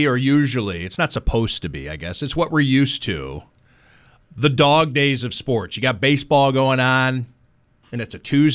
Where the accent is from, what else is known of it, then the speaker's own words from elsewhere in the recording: Cleveland, Ohio, United States; When I was growing up in Cleveland, there was a sports, the all-sports radio station there